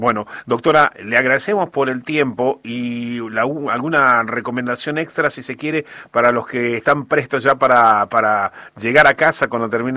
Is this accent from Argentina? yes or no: yes; Argentina; porque somos los argentinos en general, somos de juntarnos para lo que sea y comer